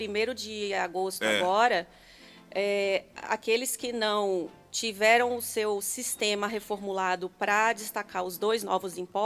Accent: Juazeiro do Norte, Ceará, Brazil; born there; moved away; also born or lived in Bahia; eu sou cearense de nascença.

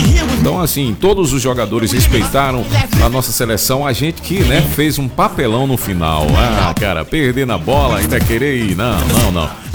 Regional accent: Brazil; Nós somos brasileiros, vamos torcer, eu sempre vou torcer. É o meu país, é o meu, né? A minha pátria

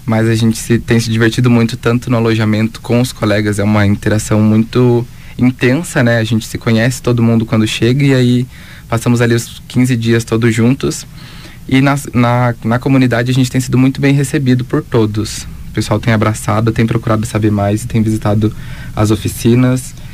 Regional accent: Curitiba, Paraná, Brazil; moved away as an adult; now in Pontal do Paraná, Brazil; eu sou natural de Curitiba, né, lá da capital. Sou nascido e criado lá, porém há um ano e meio, mais ou menos, eu moro no litoral. E sou de Pontal do Paraná, exatamente ali nas praias.

